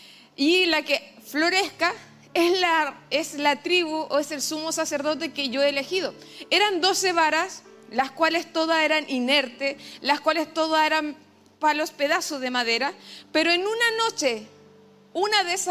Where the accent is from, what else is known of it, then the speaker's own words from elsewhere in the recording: Concepción, Biobío, Chile; moved away as an adult; now in Los Ángeles, Chile; en Los Ángeles, este año cumplimos 9 años nosotros como pastora allá en la iglesia, pero soy penquista. Soy de acá, de Concepción. Nos enviaron hace 9 años a la ciudad de Los Ángeles desde acá. Esta es nuestra casa.